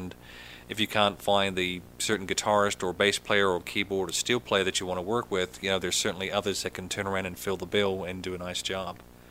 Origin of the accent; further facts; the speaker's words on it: New Zealand; now in Nashville, United States; getting back to my hometown of New Zealand. It's a beautiful resort there.